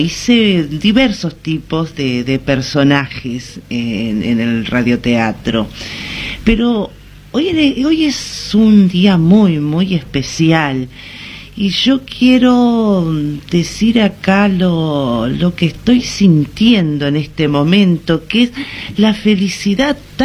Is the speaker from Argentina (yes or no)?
no; Tacuarembó, Uruguay; born there; moved away